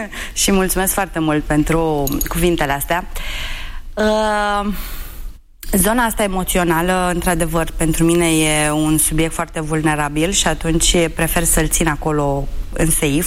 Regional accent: Drobeta-Turnu Severin, Mehedinți County, Romania; born or raised there; moved away as an adult; now in Bucharest, Romania

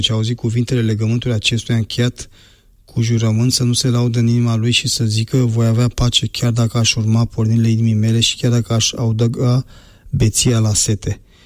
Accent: Romania; eu sunt creștin adventist român, nu sunt român creștin adventist.

